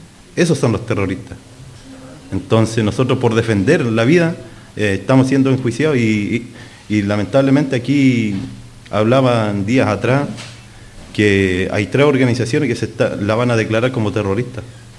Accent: Araucanía, Chile; no solamente yo vengo de Malleco, no solamente en Malleco.

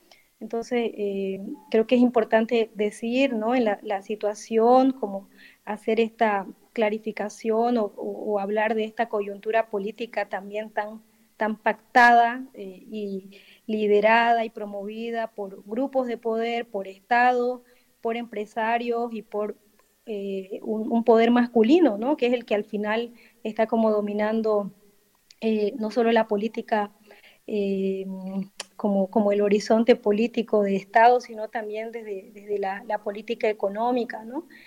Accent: Bolivia; nuestra realidad, digamos que es tan boliviana, pero también tan de toda la Vía Yala

